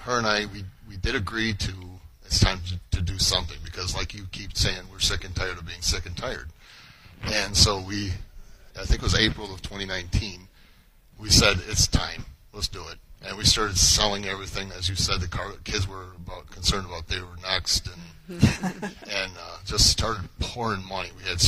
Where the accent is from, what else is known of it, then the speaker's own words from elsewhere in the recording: Bay City, Michigan, United States; Bay City, Michigan.